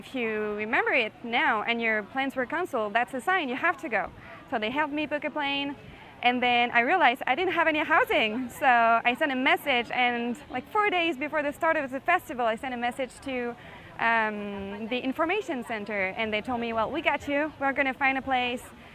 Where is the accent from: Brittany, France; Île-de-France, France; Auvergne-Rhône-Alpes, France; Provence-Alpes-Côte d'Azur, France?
Provence-Alpes-Côte d'Azur, France; Marseille; English is a second language; I come from France, from South France, from a town called Marseille.